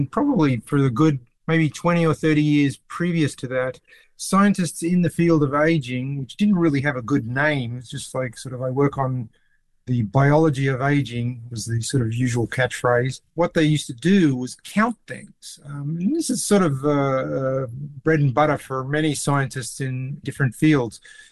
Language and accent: English; Australia; born or raised there